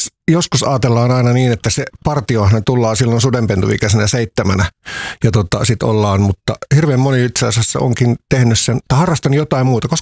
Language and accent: Finnish; Tikkurila, Uusimaa, Finland; also born or lived in Lauttasaari; me muutettiin aikoinaan Lauttasaaresta Tikkurilaan